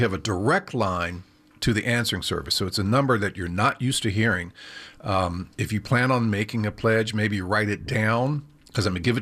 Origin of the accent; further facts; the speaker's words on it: Pennsylvania, United States; growing up near Pittsburgh.